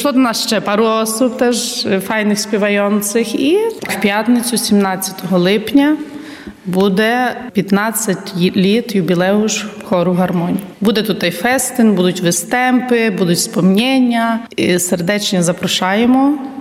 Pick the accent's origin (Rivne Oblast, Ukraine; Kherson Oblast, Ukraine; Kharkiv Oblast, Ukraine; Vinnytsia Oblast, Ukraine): Rivne Oblast, Ukraine; Rivne; moved away as an adult; now in Poland; Я сама походжу родом з України, з міста Рувне. Ну і вже тут зараз осінню буде 18 літ, як живу в Лощинці.